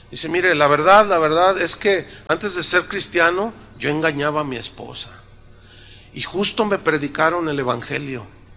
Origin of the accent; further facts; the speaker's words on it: San Luis Potosí, Mexico; moved away; yo me enteré de unos primos míos allá de donde yo soy de San Luis Potosí.